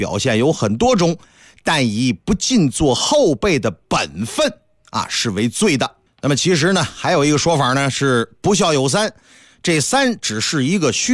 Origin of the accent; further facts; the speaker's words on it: Northeast China, China; accent: Northeastern dialect; 按照我们东北话讲，